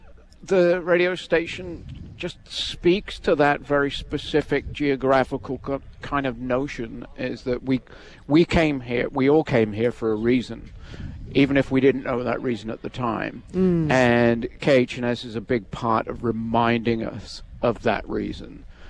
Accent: Devon, South West England, United Kingdom; now in Alaska, United States; I am from Devon, which is the southwest corner.

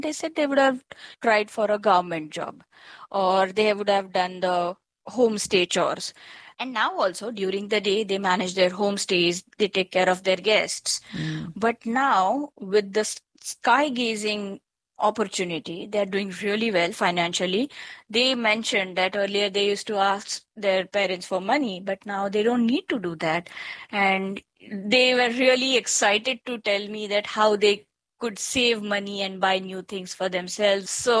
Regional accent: Mumbai, Maharashtra, India; born or raised there

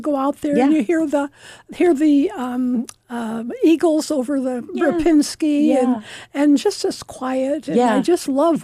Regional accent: Indiana, United States; moved away; This is in Indiana. Okay. We're from Indiana.

